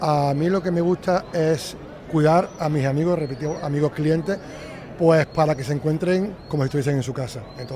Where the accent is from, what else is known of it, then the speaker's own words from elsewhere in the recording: Córdoba, Andalusia, Spain; como buen cordobés que soy, por colaborar con mi ciudad